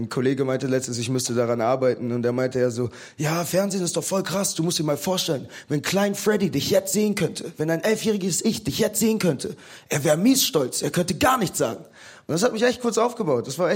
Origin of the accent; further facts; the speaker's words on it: Bavaria, Germany; Ich bin genau genommen deutsch-togolesischer Österreicher aus Bayern.